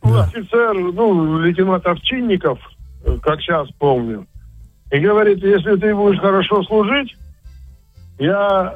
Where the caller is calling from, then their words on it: Siberia, Russia; И у нас вот 4 украинца уезжали, и я один сибиряк с ними уезжал.